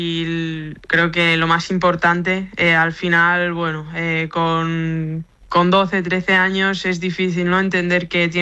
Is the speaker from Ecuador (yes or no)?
no; Blanes, Catalonia, Spain; born there; Sí, nací en Blanes, pero.